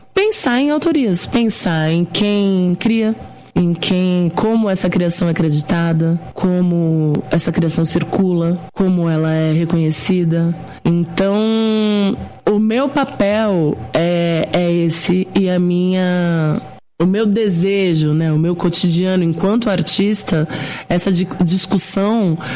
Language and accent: Portuguese; São Lourenço, Minas Gerais, Brazil; born or raised there